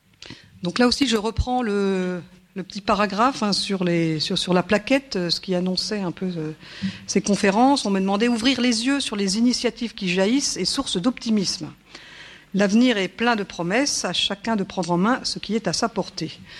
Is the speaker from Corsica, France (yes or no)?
no; Grand Est, France; Moi, je suis Lorraine. On me le demandait tout à l'heure. Voilà, donc je suis pas de la région, je suis pas parisienne non plus.